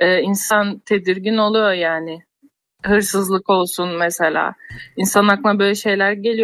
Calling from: Izmir, İzmir, Turkey; İzmir'den.

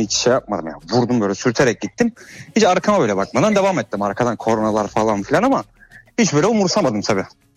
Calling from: Istanbul, Turkey; İstanbul Esenler.

